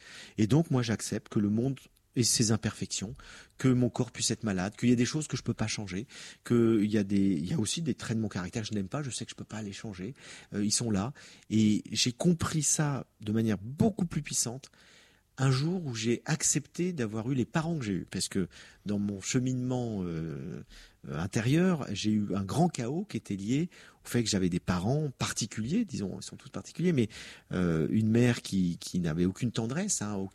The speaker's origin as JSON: {"language": "French", "country": "France", "said": "Et en plus qu'en France, qu'on est français, on se plaint doublement"}